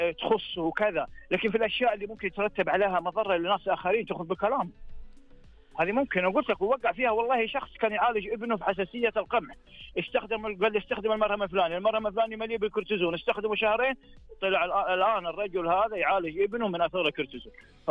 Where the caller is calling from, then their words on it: Medina, Medina Province, Saudi Arabia; انا اكلمك من مدينه رسول الله صلى الله عليه